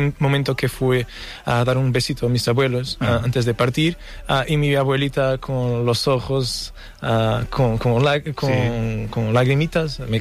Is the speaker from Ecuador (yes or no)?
no; Portimão, Algarve, Portugal; moved away as an adult; Yo soy de Portimão. Y para hacer lo que quiero tuve que ir para Lisboa. Pero cuando yo fui a estudiar en la universidad, sí, me fui para Reino Unido también.